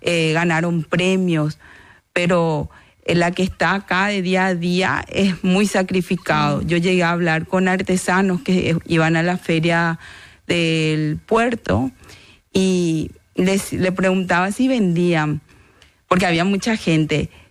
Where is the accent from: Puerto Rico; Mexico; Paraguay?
Paraguay; nosotros como ciudadanos paraguayos debemos de seguir teniendo esta cultura, esta técnica tiene que seguir adelante.